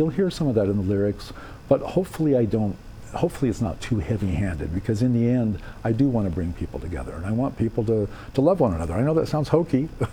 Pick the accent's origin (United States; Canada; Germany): United States; Silver City, New Mexico; also born or lived in Texas; But I lived in New Mexico as a kid, so I lived up in Silver City, so I kind of consider myself as much a New Mexican as a Texan.